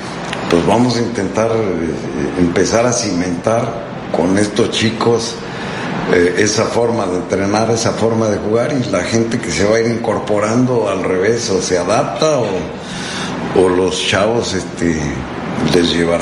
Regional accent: Mexico; yo soy técnico mexicano

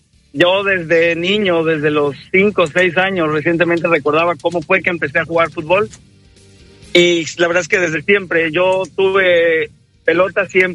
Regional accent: Veracruz, Mexico; soy de Veracruz

